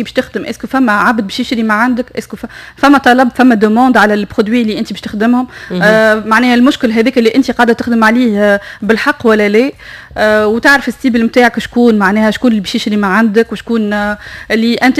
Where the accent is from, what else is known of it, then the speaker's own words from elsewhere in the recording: Tunisia; عندنا في تونس